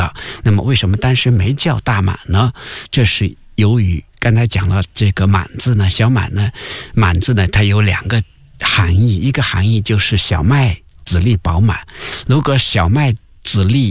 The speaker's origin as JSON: {"language": "Chinese", "country": "China", "said": "我们中国人是谦虚为怀"}